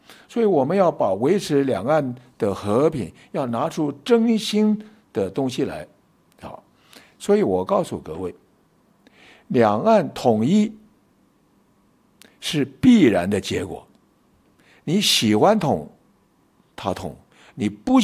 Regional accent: Taiwan; 我们台湾人民

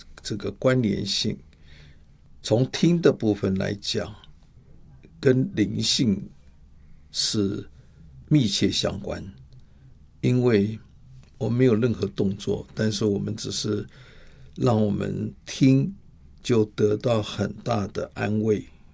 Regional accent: Taiwan; 我们台湾人最会想到那个接后那一首歌嘛

